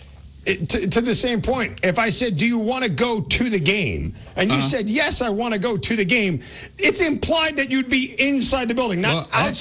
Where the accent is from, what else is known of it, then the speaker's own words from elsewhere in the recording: New York City, New York, United States; Can I say this as a New Yorker, a native New Yorker, and somebody who couldn't afford to go to game 3 or 4?